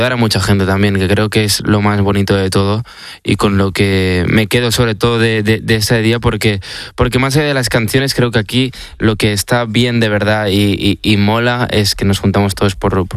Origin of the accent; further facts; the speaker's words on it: Barcelona, Catalonia, Spain; pues nada, yo soy un chico de Barcelona … nada, hace unos cuantos años empecé a hacer canciones